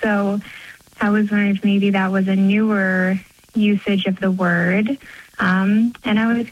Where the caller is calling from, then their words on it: New York City, New York, United States; I'm calling from Ridgewood, Queens, New York City.